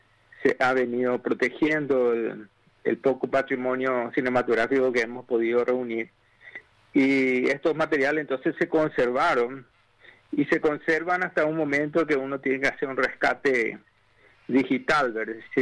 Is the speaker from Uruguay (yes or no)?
no; Paraguay; nos identifica muy bien como paraguayos